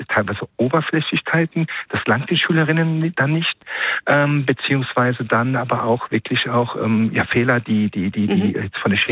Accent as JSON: {"language": "German", "region": "Rhineland-Palatinate", "country": "Germany", "said": "Komm, ich komme aus Rheinland-Pfalz"}